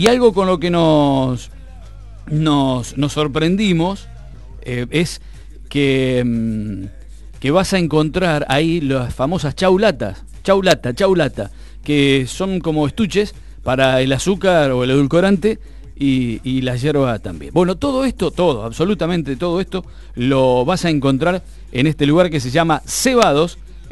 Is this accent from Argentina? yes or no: yes; Vedia, Buenos Aires Province, Argentina; Son dichos de mi niñez en Bedia. Era pibe